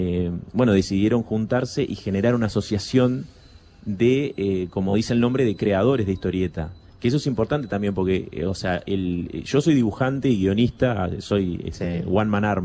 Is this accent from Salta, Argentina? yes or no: yes; Salta, Argentina; Digo, yo aclaro que soy salteño porque soy bastante...